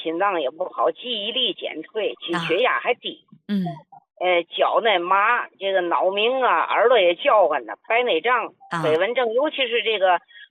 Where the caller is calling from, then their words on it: Tianjin, China; 我是天津的哈，